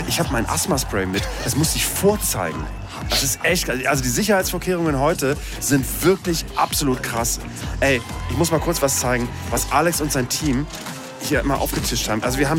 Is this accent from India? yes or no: no; Austria; Als Österreicher muss ich sagen, furchtbar.